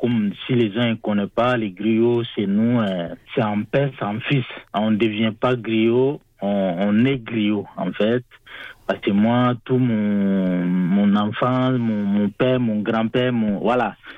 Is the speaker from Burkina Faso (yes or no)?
yes; Hauts-Bassins, Burkina Faso; moved away as an adult; also born or lived in Toulouse; now in near Marseille, France; Mon pays, c'est Burkina Faso. Moi, je suis né à côté de la deuxième capitale de Bobo Dioulasso. C'est à côté de Bobo Dioulasso et la ville s'appelle Toronso. Okay. Voilà, donc moi, je suis né là-bas, c'est un petit village, et voilà, je suis au Burkina Faso.